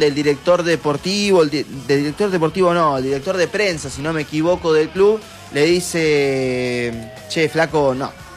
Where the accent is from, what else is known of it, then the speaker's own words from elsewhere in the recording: Argentina; te lo digo más en términos como argentino.